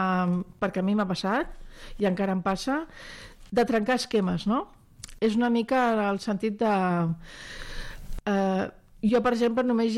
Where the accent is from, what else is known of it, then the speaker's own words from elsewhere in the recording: Barcelona, Catalonia, Spain; born there; first language French; Catalan is a second language; vaig néixer en un pis a Barcelona que tot eren llibres, i bueno, la cultura, la lectura, sobretot, ha format part de la meva infantesa i la meva joventut.